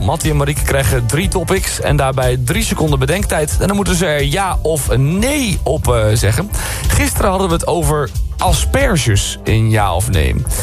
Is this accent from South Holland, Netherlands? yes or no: no; Zeeland, Netherlands; Ik kom uit Zeeland, dus Zeeuws-Vlaanderen is dan niet heel ver weg.